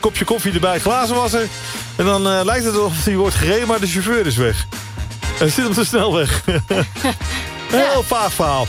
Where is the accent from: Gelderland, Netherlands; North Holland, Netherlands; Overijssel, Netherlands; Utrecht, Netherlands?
North Holland, Netherlands; Amsterdam; now in Veluwe, Netherlands; En ik ben echt een jongen ondertussen van het platteland geworden. Ik ben wel opgegroeid in Amsterdam-West. Maar ik heb langer gewoond op de Veluwe.